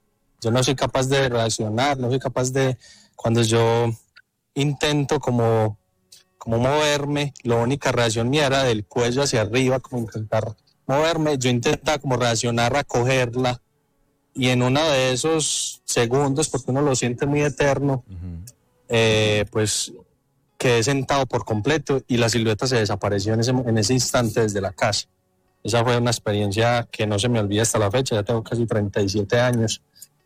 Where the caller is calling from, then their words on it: El Carmen de Viboral, Antioquia, Colombia; me comunico esta ocasión desde el Carmen de Viboral, el Oriente Antioqueño.